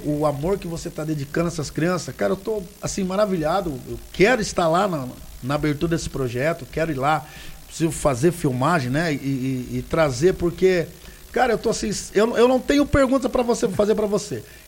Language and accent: Portuguese; Brazil; born there; also born or lived in Birigui; E eu fui criado na Rua 2, no Morro Branco ali, onde tem o Danilo ali, o mercadinho do Danilo, aquela casa de esquina, um sobrado, ali era do meu tio, do meu pai, então eu fui criado ali.